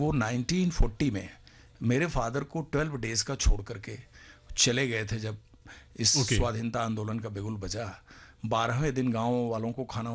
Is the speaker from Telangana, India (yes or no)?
no; Chauri Chaura, Uttar Pradesh, India; میں ایک بڑے مشکل علاقے میں پیدا ہوا تھا, چوری چورا تحصیل گورکھپور ڈسٹرکٹ.